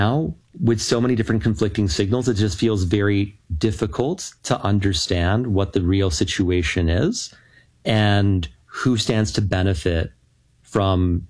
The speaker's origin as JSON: {"language": "English", "country": "Canada", "said": "as a Canadian"}